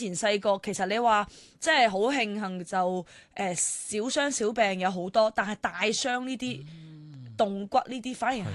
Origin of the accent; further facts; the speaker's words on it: Zhongshan, Guangdong, China; 是啊我是、广东中山人、是啦、啊、我是中山的、所以我讲到广东话那么标准